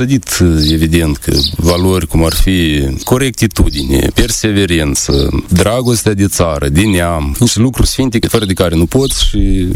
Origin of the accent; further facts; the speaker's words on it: Sadova, Călărași District, Moldova; asta este casa părintească, aici m-am născut, aici am și activitatea, aici la Sadova.